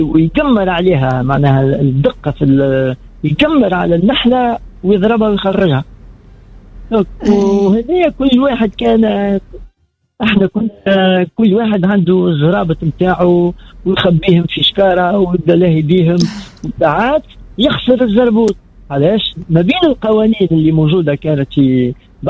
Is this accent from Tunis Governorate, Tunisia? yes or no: yes; Tunis, Tunis Governorate, Tunisia; أنا من تونس نهبط للشفاقس